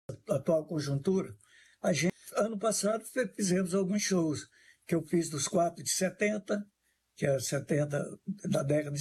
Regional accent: Rosário, Maranhão, Brazil; born there; Ouvia porque eu nasci em Rosário, que é uma cidade que onde nasceu o Bumba Boi

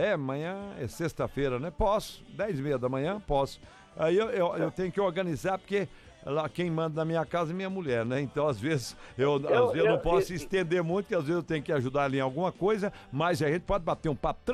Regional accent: Minas Gerais, Brazil; born there; Eu nasci a 60 quilômetros de Tiros, não conheço Tiros.

